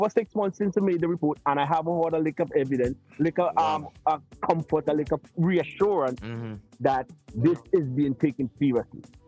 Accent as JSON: {"language": "English", "country": "St. Vincent & Grenadines", "moved": "yes", "said": "my home country that I love, St. Vincent."}